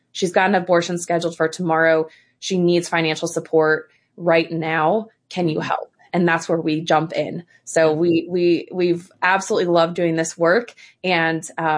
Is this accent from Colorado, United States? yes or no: yes; Colorado, United States; now in Indiana, United States; I'm originally from Colorado.